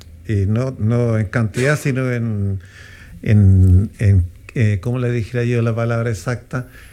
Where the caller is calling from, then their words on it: Chile; nosotros como chilenos